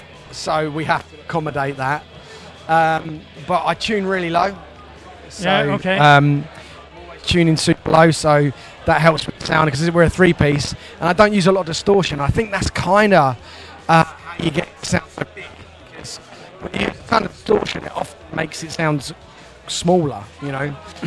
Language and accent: English; London, United Kingdom; moved away as an adult; now in Southend, United Kingdom; I grew up in London